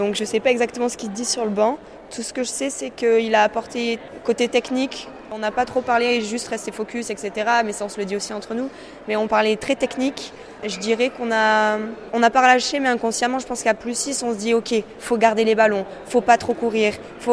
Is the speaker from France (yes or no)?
yes; Marseille, Provence-Alpes-Côte d'Azur, France; Alors, je suis marseillaise, alors je tiens à dire que je suis quand même très contente pour l'équipe de Paris parce que c'est une équipe française.